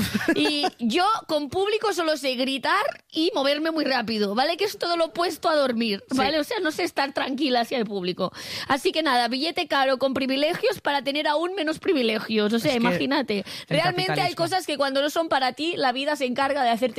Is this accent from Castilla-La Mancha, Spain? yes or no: no; Catalonia, Spain; Evidentemente, yo pensaba que no podía ser más catalana, pues... pues ahora soy más catalana.